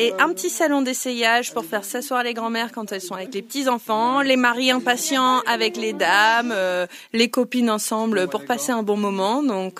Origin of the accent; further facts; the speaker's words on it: Lille, Hauts-de-France, France; moved away; je suis remontée dans le Nord parce qu'on est originaire de Lille.